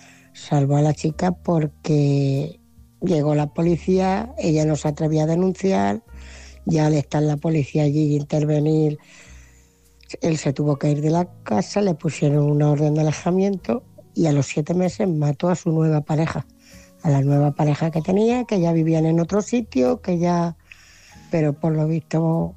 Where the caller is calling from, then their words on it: Ciudad Real, Castilla-La Mancha, Spain; Buenas noches, oyentes. … de Ciudad Real.